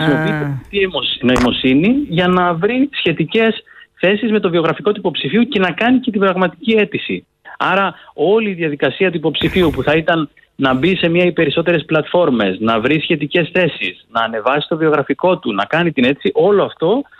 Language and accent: Greek; Crete, Greece; Εμένα η καταγωγή μου είναι από την Κρήτη